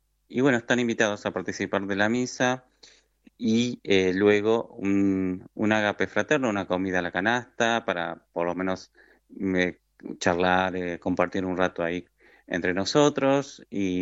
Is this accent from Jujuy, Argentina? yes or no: no; Pedro Luro, Buenos Aires Province, Argentina; now in Tres Arroyos, Argentina; Bueno, como le decía, soy de Pedro Luro. Y bueno, hace 6 años que estoy acá en Tres Arroyos, ¿verdad?